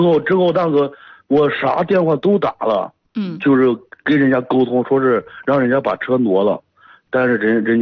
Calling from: Yuncheng, Shanxi, China; 我是咱那个运城盛会南路金玉家园小区的业主。

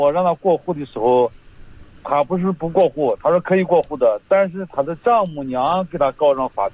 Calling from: Yuncheng, Shanxi, China; 我盐湖区的。

